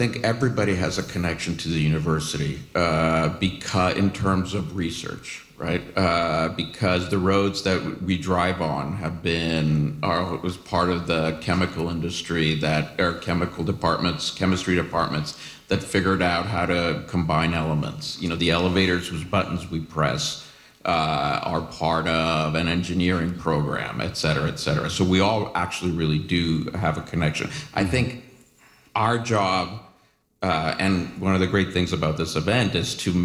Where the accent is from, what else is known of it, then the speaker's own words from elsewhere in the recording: Canada; moved away as an adult; now in United States; I'm a Canadian scholar who's in the U.S.